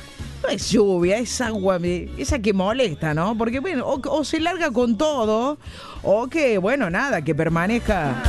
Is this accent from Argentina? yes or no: yes; Argentina; uno como argentino lo compara con la carne, con una empanada